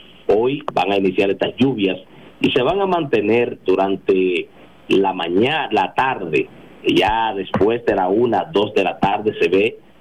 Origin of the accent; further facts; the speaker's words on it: Monte Cristi, Dominican Republic; mi patria chica, Montecristi